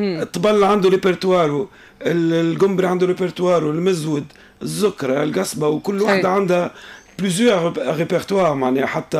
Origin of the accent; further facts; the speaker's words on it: Tunisia; عندنا في الصحراء في مدنين